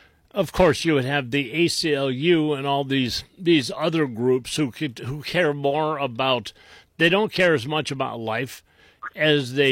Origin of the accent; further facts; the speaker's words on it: Willowick, Ohio, United States; I grew up in Willowick. You know, Willowick was, we had little tiny houses.